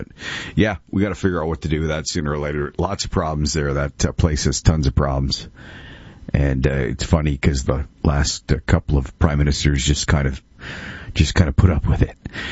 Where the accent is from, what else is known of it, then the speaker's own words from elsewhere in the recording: Brantford, Ontario, Canada; I rode the bus to get around my hometown, which is Brantford